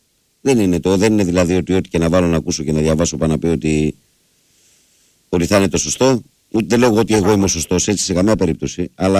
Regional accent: Macedonia, Greece; Δεν είμαι από την Πελοπόννησο. Γαμπρός είμαι στην Πελοπόννησο. Από τη Μακεδονία είμαι.

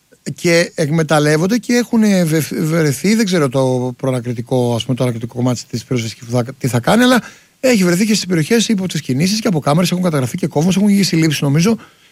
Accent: Athens, Attica, Greece; also born or lived in Karystos, Euboea; Γεννήθηκα μεγάλο στην Αθήνα, αλλά πηγαίνω συνέχεια και είναι οι γονείς μου εκεί

